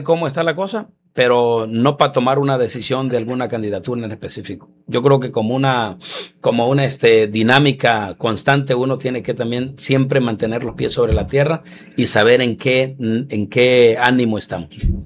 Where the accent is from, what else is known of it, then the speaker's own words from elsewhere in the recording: Jalpa de Méndez, Tabasco, Mexico; en el pueblo, ahí en Jalpa